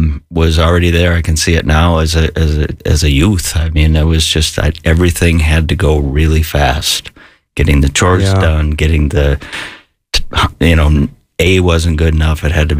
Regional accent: Minnesota, United States; little town in Minnesota, farm country, 11 siblings on the farm.

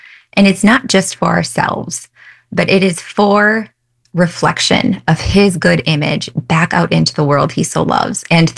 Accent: Minnesota, United States; I grew up right here in Minnesota, born and raised.

